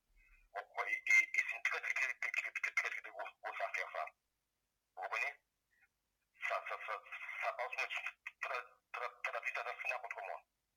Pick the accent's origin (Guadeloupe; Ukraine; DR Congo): Guadeloupe; now in France; moi je suis un Guadeloupéen et j'ai le mental